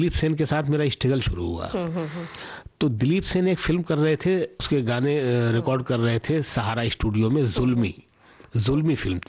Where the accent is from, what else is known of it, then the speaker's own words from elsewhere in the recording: Surat, Gujarat, India; now in Mumbai, India; तो मैं सूरत से मुंबई आ गया 2001 फरवरी में